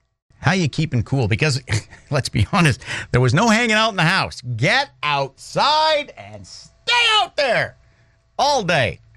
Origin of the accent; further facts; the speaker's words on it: Edmonton, Alberta, Canada; I grew up in Northeast Edmonton and, Castledowns, Northwest, I guess.